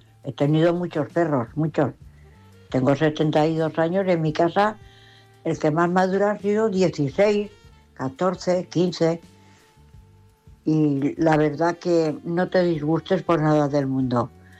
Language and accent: Spanish; Valencia, Valencian Community, Spain; Bueno, ya sabes que … de Valencia.